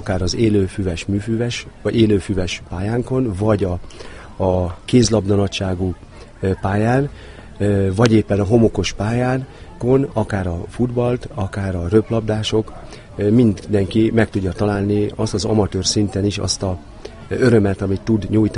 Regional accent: Vonyarcvashegy, Zala, Hungary; born there; mivel én ide születtem a Balatonra

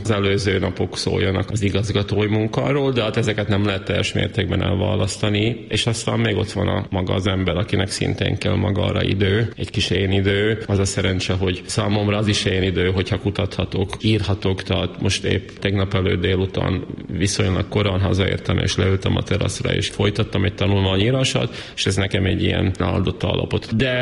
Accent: Bátka, Banská Bystrica Region, Slovakia; egy kisiskolában, a szülőfalumban, Bátkában kezdtem az iskoláimat, már a Rimaszombati gimnáziumban folytattam.

